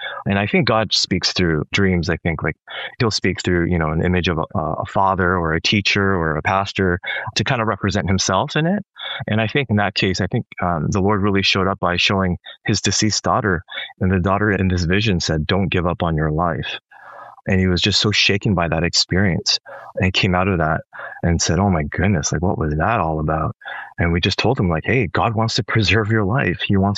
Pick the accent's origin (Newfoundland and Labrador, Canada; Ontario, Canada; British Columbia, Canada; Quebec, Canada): Ontario, Canada; North York; I was, you know, I'm from North York.